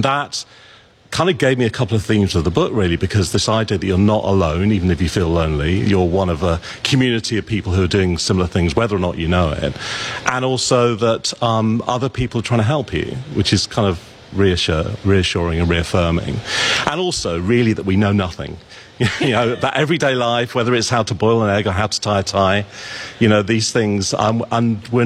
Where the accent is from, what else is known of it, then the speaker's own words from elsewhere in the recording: England, United Kingdom; I grew up in England, did not grow up with proms